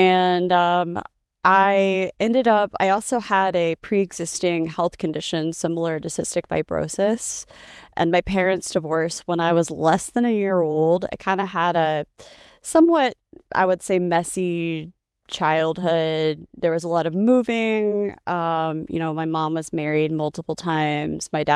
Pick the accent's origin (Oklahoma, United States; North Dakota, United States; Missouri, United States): Missouri, United States; Kansas City; So I was born in the Kansas City, Missouri area. Spent my childhood on both sides of the state line, so I can't claim one. I claim both.